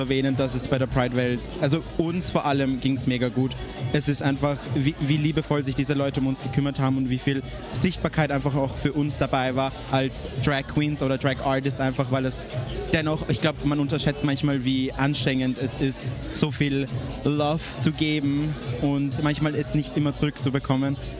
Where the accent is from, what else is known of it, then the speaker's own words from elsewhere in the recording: Lower Austria, Austria; Tatsächlich bin ich eher noch gemeldet in Niederösterreich